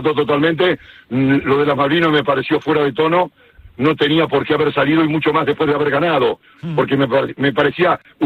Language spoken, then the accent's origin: Spanish; Spain; Para mí me siento orgulloso como ciudadano español